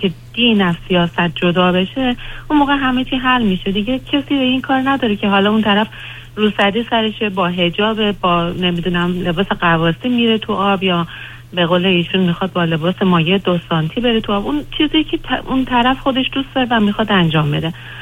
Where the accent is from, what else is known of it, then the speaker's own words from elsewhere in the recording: Iran; moved away; ما چون که توی ایران بزرگ شدیم